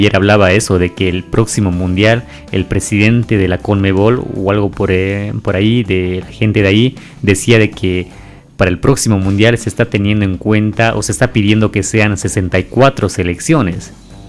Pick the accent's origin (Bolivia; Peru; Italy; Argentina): Bolivia